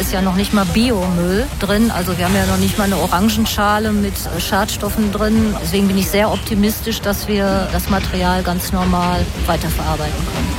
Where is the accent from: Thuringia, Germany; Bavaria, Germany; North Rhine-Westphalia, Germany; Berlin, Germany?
North Rhine-Westphalia, Germany; Hagen; Vor allen Dingen, weil ich das von meinem Heimatort zwischen Haspe und zur Straße tatsächlich gesehen habe.